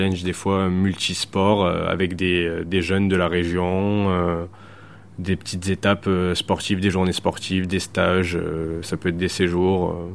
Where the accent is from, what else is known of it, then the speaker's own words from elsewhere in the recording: Sète, Occitanie, France; born there; j'ai 22 ans, je suis né à Sète